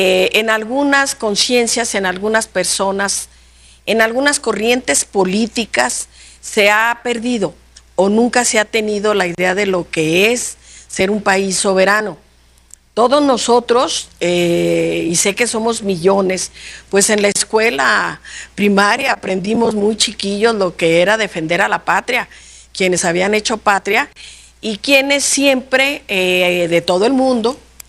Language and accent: Spanish; Mexico; A mí de veras me avergüenza mucho como mexicana